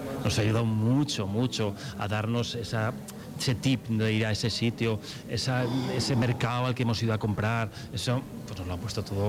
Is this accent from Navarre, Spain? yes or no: yes; Pamplona, Navarre, Spain; Yo navarro, de Pamplona, nada más.